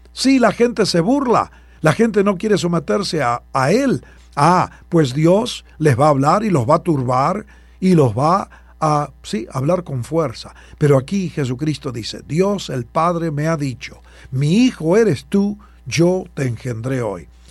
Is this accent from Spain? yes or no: no; Argentina; born there; nací en Argentina, pero he viajado en 75 más países